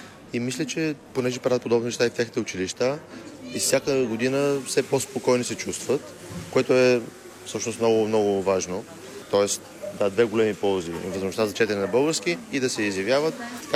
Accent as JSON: {"language": "Bulgarian", "town": "Plovdiv", "region": "Plovdiv Province", "country": "Bulgaria", "also_born_or_lived": "Netherlands", "moved": "as an adult", "lives_now": "Paris, France", "said": "преди това живяхме в Холандия 13 години. Иначе аз съм от Пловдив, а съпругата ми от Силистра."}